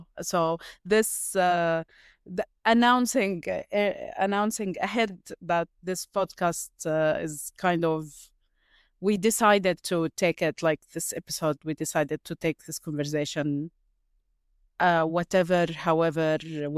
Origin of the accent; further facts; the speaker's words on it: Gaza, Gaza Strip, Palestine; moved away as an adult; now in Cairo, Egypt; I came from, I'm Palestinian first of all. And I came from Gaza to Cairo to study at the university